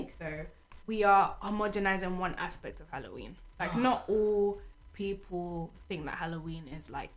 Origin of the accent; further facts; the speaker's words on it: Ghana; I'm Ghanaian, so I've only grown up with my mom telling me, you better not go out, you better not do this.